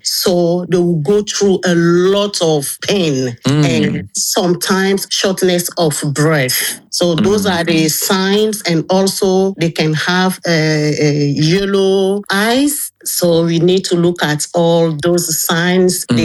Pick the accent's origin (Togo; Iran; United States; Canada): Togo; now in London, United Kingdom; back home, I'm originally from Togo.